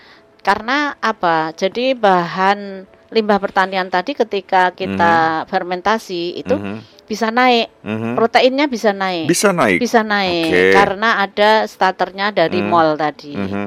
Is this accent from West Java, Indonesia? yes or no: no; Nganjuk, East Java, Indonesia; born there; Saya lahir di Nganjuk.